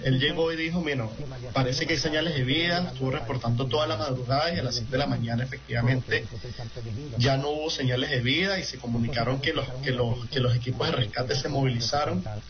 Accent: Venezuela; seguíamos vivos también como venezolanos.

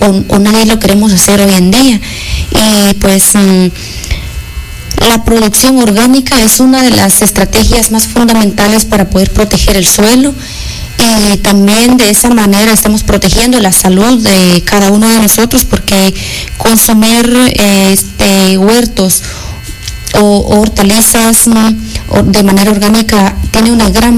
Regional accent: Guatemala; así también los derechos que nos corresponden como ciudadanos guatemaltecos

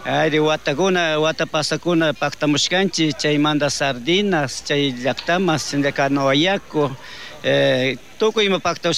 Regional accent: Jatungurco, Napo, Ecuador; vengo de la comunidad de Jatungurco, perteneciente a la parroquia Chonta Punta.

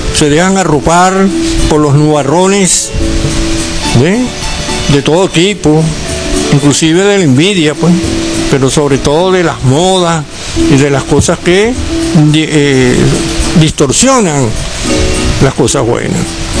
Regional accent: Venezuela; estamos en el llano y somos venezolanos

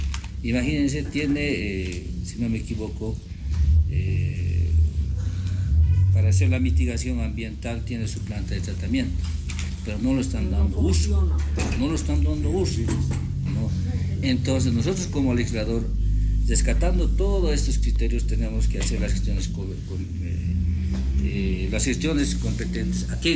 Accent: Poopó, Oruro, Bolivia; yo soy de Popó

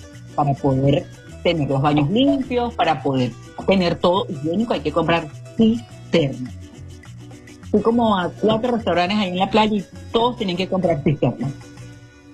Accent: Venezuela; como yo soy un venezolano

